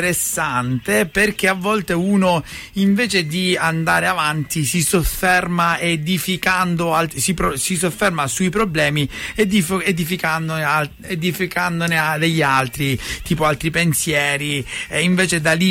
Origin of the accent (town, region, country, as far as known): Calabria, Italy